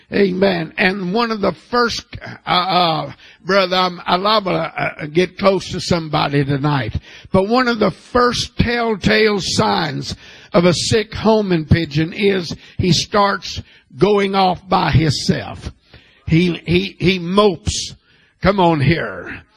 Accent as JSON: {"language": "English", "country": "United States", "tie": "born there", "said": "I have dual citizenships. Amen. I am an American by natural birth."}